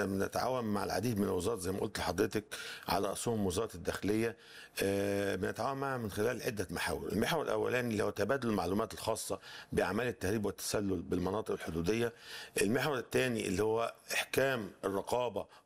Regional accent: Egypt; بلدنا مصر

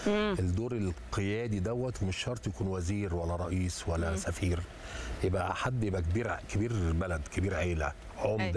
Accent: Egypt; عندنا في مصر بنقولوها ضربها طبنجة

